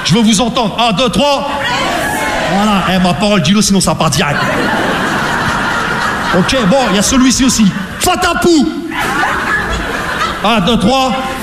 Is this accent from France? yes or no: yes; Rouen, Normandy, France; Non mais moi je viens de Rouen, tu vois, la Normandie, les Vikings